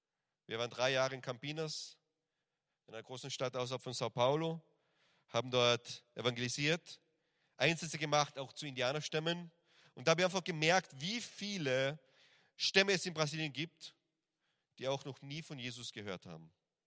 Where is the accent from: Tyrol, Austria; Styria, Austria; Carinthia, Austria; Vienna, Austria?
Carinthia, Austria; Villach; moved away as an adult; von unserer Gemeinde in Österreich, also ich komme aus Villach in Kärnten im Süden von Österreich